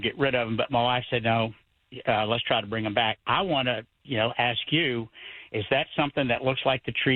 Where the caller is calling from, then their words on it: Kyle, Texas, United States; I'm calling from up in Kyle.